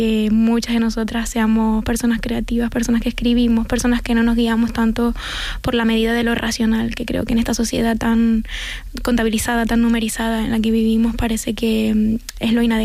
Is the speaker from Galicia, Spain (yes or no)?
no; Canary Islands, Spain; siento que nos han contado siempre desde dentro y fuera de Canarias que nuestra forma de hablar es inadecuada y la tenemos que corregir